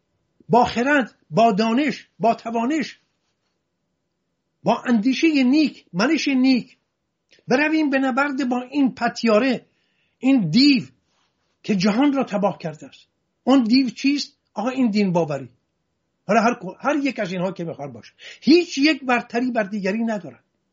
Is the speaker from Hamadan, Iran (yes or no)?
yes; Hamadan, Iran; من به راستی این مردم، خودم در محله کریمیان همدان بزرگ شدم، دوستان من بیشینی دوستان من بهترین دوستان من یهودی هستن